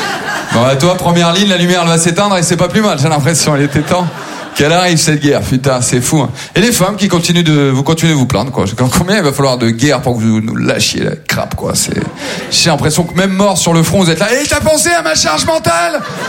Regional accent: Maubeuge, Hauts-de-France, France; J'ai grandi à Maubeuge, c'est la 7e ville la plus pauvre de France.

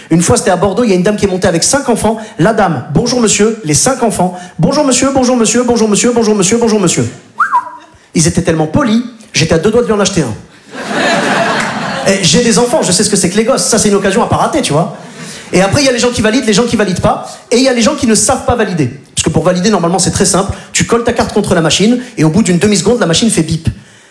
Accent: Morocco; Donc vous l'aurez compris à mon prénom … je suis originaire du Maghreb, du Maroc plus précisément.

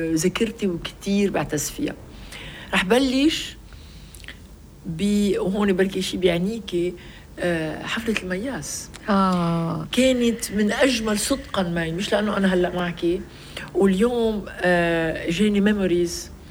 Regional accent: Lebanon; نحن لبنانيه

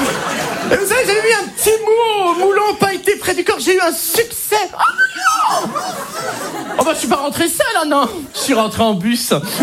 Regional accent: Hauts-de-France, France; chez moi dans le Nord, c'est une tradition

